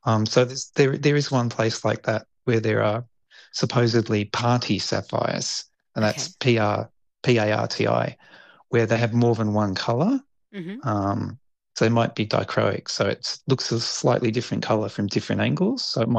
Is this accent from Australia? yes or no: yes; Australia; I feel like it's just something more personal about it for me, being an Australian myself